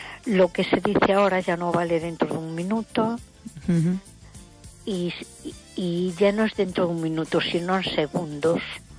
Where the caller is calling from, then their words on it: A Coruña, Galicia, Spain; de Coruña.